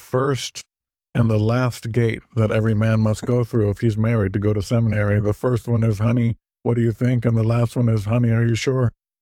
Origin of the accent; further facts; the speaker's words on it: Camp Lejeune, North Carolina, United States; born there; I was born in Camp Lejeune